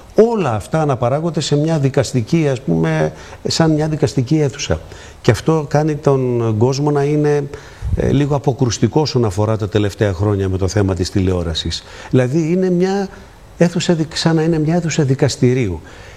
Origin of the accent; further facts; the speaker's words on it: Drama, Eastern Macedonia and Thrace, Greece; moved away; όταν ήμουνα στην πατρίδα μου τη Δράμα